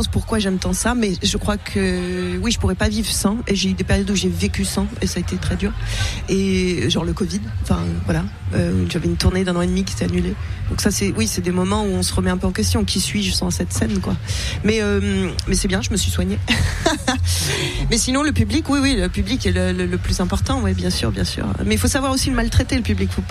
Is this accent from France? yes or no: yes; France; born there; moved away as an adult; also born or lived in London; now in Paris, France; je suis née en France, mais en fait à 20 ans, qui a besoin de tournage, je suis partie parce qu'à l'époque il n'y avait pas le Brexit en Angleterre, et j'ai pris mes valises et des instruments, et on est parti à deux avec … voiture à Londres, et on y a vécu 13 ans.